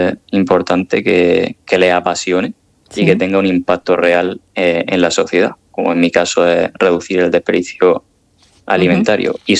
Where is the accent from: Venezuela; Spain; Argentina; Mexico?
Spain; Murcia, Region of Murcia; now in Zurich, Switzerland; un saludo muy fuerte desde Zúrich para los oyentes y, por supuesto, para mi tierra, para Murcia.